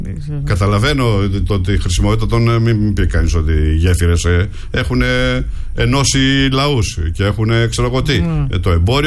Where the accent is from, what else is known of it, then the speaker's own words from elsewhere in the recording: Ptolemaida, Western Macedonia, Greece; Χαιρετισμού στην πατρίδα μου την Πτολεμαϊδα.